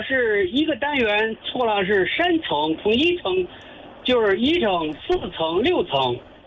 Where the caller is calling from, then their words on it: Handan, Hebei, China; 河北邯郸临潭县。